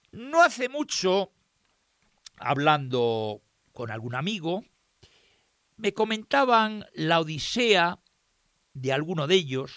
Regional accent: Santander, Cantabria, Spain; Yo que soy de Cantabria, soy de Santander, el Portus Victoriae de los romanos

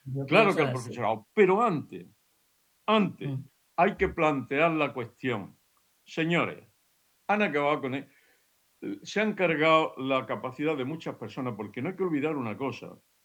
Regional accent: Spain; España somos los españoles.

